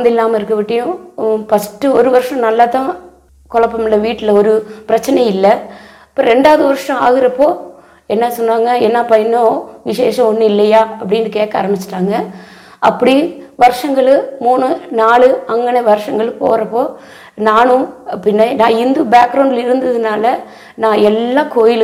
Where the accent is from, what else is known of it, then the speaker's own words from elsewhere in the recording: Cumbum, Tamil Nadu, India; நான் பிறந்து வளர்ந்ததெல்லாம் தமிழ்நாட்டில் கம்பத்தில் வளர்ந்தது, படித்தது எல்லாம் அங்கே தான் நான் படித்து வளர்ந்தேன். எங்கள் அம்மா அப்பா அவங்களாம் ஹிந்து ஃபேமிலி பேக்ரவுண்டு உள்ளவங்க.